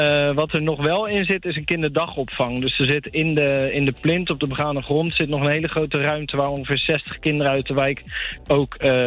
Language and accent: Dutch; Rotterdam, South Holland, Netherlands; het is wel tof gewoon als Rotterdammer ook om dit te mogen aanschouwen. Ik sta nu in het wijkpark Oude Westen naar de achtergevel te kijken.